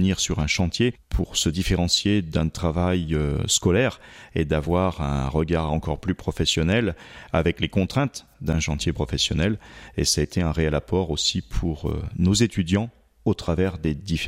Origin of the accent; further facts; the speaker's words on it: Grand Est, France; now in northern France; Je suis aussi natif de la Meuse et toute ma famille, depuis plusieurs générations, est originaire du secteur de Benoît-de-Vaux. J'ai encore de la famille à Rouvroy-sur-Meuse, à Tilly, à Don-Severin également. Donc, je connais bien tout ce coin de la Meuse